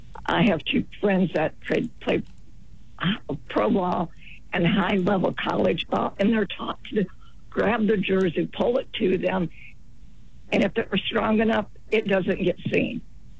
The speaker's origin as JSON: {"language": "English", "region": "Florida", "country": "United States", "also_born_or_lived": "Michigan", "said": "now, I'm from Florida. Prior to that, Michigan."}